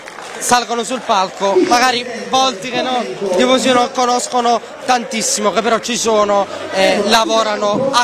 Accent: Taranto, Apulia, Italy; Perché da Tarantino è facile raccontarlo

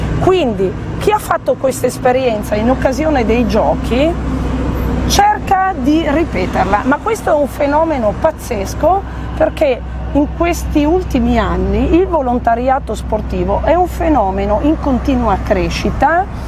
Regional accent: Imperia, Liguria, Italy; moved away as an adult; now in Taranto, Italy; Io sono di Imperia

